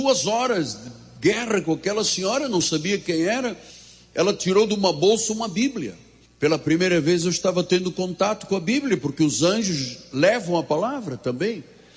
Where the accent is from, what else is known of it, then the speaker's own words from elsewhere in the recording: Angola; Claro, sou de Angola. Ué, mas você não é negro? Eu falei, não sou negro, sou branco de Angola.